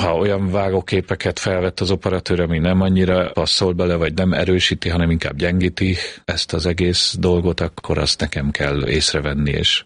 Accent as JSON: {"language": "Hungarian", "region": "Budapest", "country": "Hungary", "tie": "born or raised there", "said": "Én Budapesten születtem, igazából Zuglóban nevelkedtem fel egy lakótelepen, úgynevezett panelházban, átlagosnak nevezhető magyar családban"}